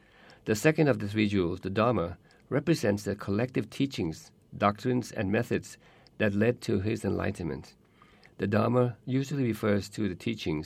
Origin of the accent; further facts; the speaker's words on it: Thailand; from Thailand, and I will be your moderator today.